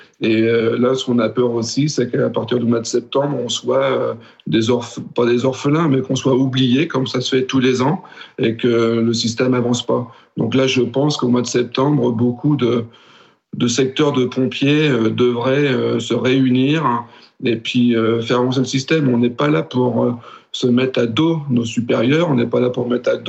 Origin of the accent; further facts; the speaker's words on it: Centre-Val de Loire, France; moi je suis de la région Centre, je suis de la Touraine